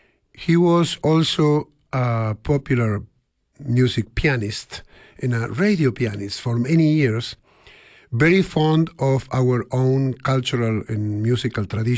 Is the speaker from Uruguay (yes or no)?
yes; Uruguay; English is a second language; Join me for a program of orchestral music from my home country, Uruguay